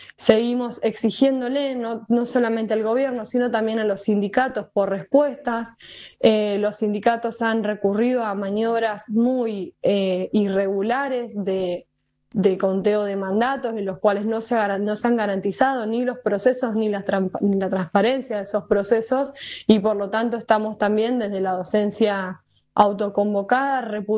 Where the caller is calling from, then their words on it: Rawson, Chubut, Argentina; de Rawson, docente de parte del movimiento de docentes autoconvocados de Chubut